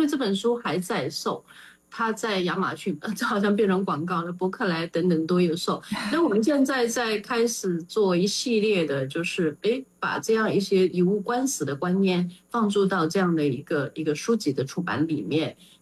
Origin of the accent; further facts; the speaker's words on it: Changshu, Jiangsu, China; 我的自己故乡常熟，苏州常熟呢